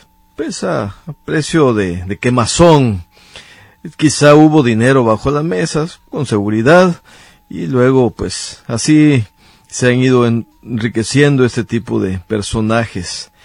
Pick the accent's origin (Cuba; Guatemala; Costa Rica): Guatemala